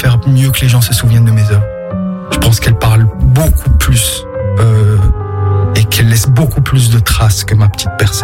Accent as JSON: {"language": "French", "country": "Algeria", "tie": "born or raised there", "moved": "yes", "said": "mon enfance en Algérie"}